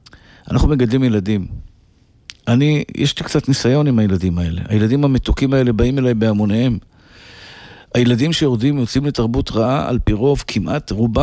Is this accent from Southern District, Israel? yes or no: no; Bnei Brak, Tel Aviv District, Israel; אני גדלתי בבתי אבות פונוביץ', בהארדקור של החרדים בבני ברק. זה מקום, זה המקום שגדלתי בו. רחוב סעדיה גאון 24